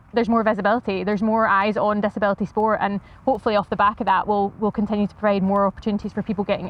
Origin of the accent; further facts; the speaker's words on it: Glasgow, Scotland, United Kingdom; born there; to be really close to my hometown